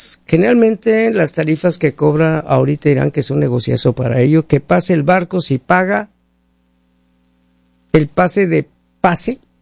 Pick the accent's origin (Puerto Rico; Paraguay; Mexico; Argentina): Mexico; Somos un país de pacífico, los mexicanos.